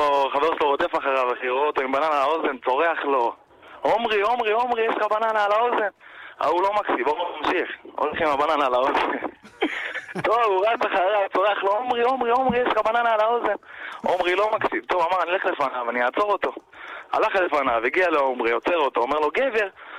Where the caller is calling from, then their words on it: Beersheba, Southern District, Israel; אני באר שבע